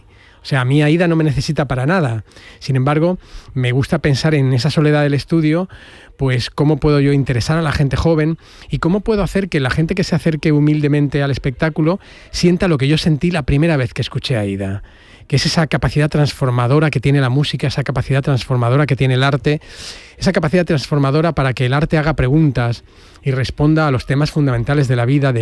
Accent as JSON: {"language": "Spanish", "region": "Region of Murcia", "country": "Spain", "also_born_or_lived": "Barcelona", "moved": "yes", "lives_now": "Seville, Spain", "said": "Sí, yo no soy catalán, yo soy murciano realmente. Y me fui a Barcelona a estudiar al Instituto del Teatro. Y luego lo que no sabéis es que yo vivo en Sevilla hace 10 años."}